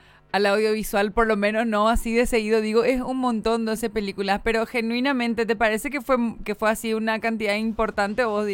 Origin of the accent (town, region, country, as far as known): Paraguay